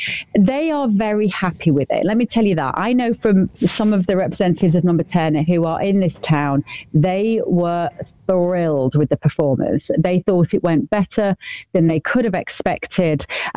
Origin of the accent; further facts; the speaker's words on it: Manchester, North West England, United Kingdom; I didn't know whether Andy Burnham would remember that I'm from Manchester, to be honest.